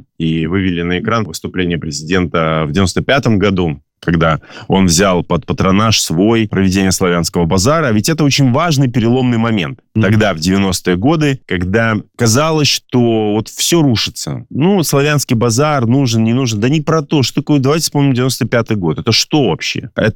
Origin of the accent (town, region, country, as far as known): Belarus